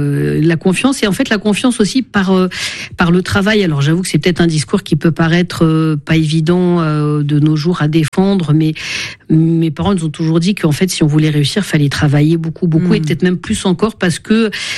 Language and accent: French; Île-de-France, France; j'ai grandi en Seine-Saint-Denis, dans ce quartier populaire